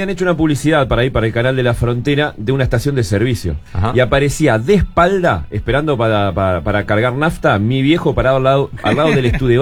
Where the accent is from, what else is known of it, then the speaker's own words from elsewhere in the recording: Bella Unión, Artigas, Uruguay; moved away; cuando yo era muy chico que vivíamos en Artigas, en Bella Unión